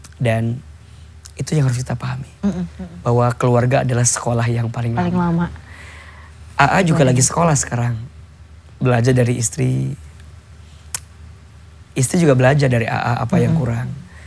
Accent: Garut, West Java, Indonesia; saya orang Sunda, orang Garut, istri saya orang Pamulang, orang Betawi.

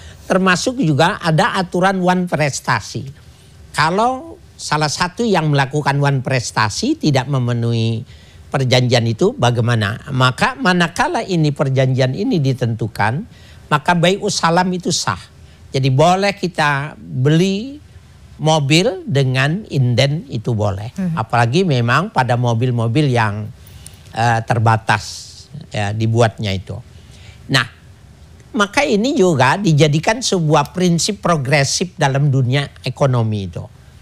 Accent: Madiun, East Java, Indonesia; moved away; di kampung saya umpamanya di Madiun

